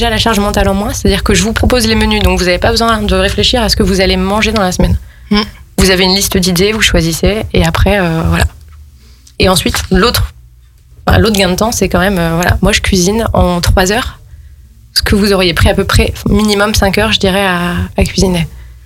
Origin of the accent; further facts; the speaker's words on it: Lille, Hauts-de-France, France; moved away as an adult; now in Chambéry, France; rentrer à Lille, parce que c'est de là que je viens